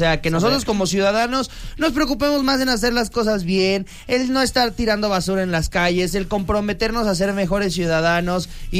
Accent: Mexico; soy mexicano a más no poder

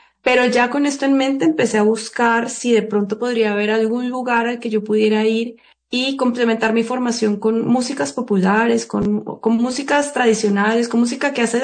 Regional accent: Cali, Valle del Cauca, Colombia; moved away as an adult; also born or lived in Birmingham, England; la nostalgia que me dio como de Cali, de Colombia, era dolorosísima

